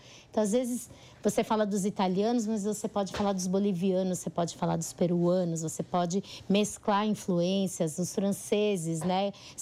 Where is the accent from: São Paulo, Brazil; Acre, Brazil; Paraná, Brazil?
São Paulo, Brazil; eu nasci num cortiço, ali no Brás.